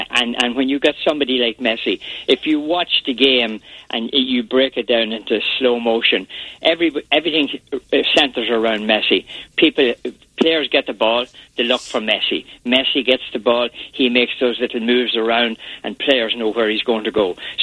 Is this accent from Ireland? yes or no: yes; Ireland; Yeah, I'm Irish.